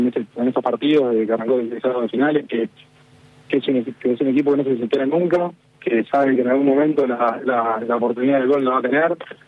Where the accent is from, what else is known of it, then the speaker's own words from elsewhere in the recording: Argentina; yo como argentino te voy a decir que quiero ganar Argentina